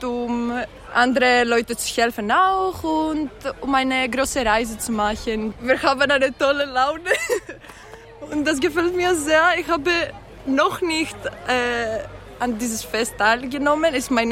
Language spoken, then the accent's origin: German; Greece; German is a second language; now in Switzerland; ich komme aus Griechenland. Und ich bin in SAH seit 2 Jahren. Also in der Schweiz lebe ich seit 2 Jahren.